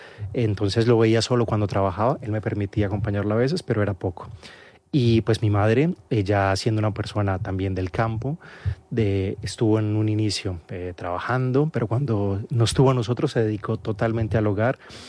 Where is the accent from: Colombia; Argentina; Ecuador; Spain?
Colombia; Medellín, Antioquia; also born or lived in Marinilla / Manizales / Turbo / Montería; A ver, empezamos, yo nací en Medellín, después de eso mis padres se fueron a Marinilla, que es un, haz de cuenta, como decir, vivo en la sierra, uh-huh. y ahí vivimos yo creo que los primeros años de mi vida.